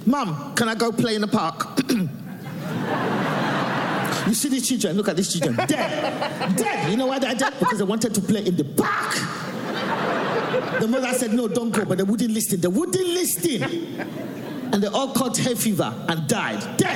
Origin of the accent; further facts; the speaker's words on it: London, United Kingdom; I'm from England. Yeah, London, England.